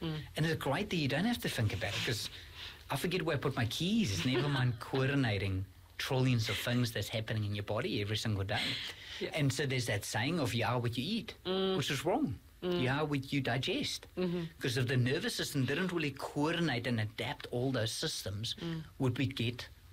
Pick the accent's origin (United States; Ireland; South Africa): South Africa; born there; And this is where I count myself lucky that I was born in South Africa, where I saw what real struggling is like.